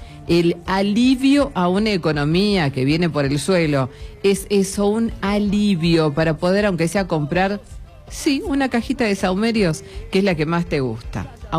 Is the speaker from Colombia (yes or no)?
no; Argentina; Todo también. Junto. Somos argentinos. ¡Qué lindo!